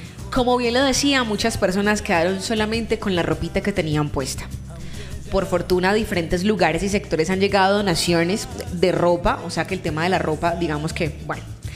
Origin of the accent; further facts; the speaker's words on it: Colombia; Somos colombianos.